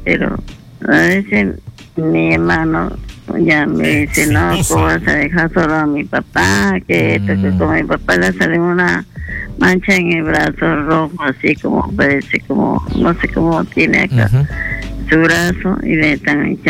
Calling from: Lima, Peru; el domingo va a pasar una procesión acá en Breña. Vivo en Breña.

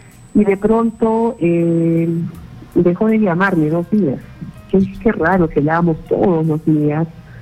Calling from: Arequipa, Peru; te llamo desde Arequipa.

